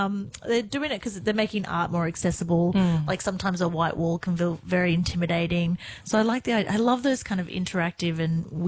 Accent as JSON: {"language": "English", "town": "Balmain", "region": "New South Wales", "country": "Australia", "tie": "born or raised there", "said": "I grew up in Balmain and played water polo at Dawn Fraser Baths."}